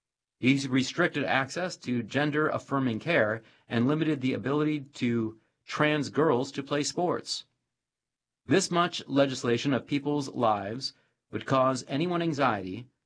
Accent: North Carolina, United States; born or raised there

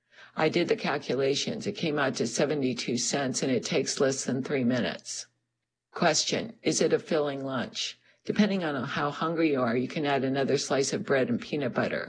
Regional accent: Midwest, United States; What I eat now is very different from what I ate when I was growing up in the Midwest.

